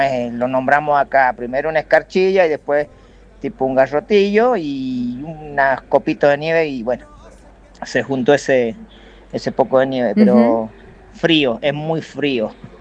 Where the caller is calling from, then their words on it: San Carlos, Mendoza, Argentina; en un puesto acá al sur de San Carlos, cerca de Arroyo Hondo.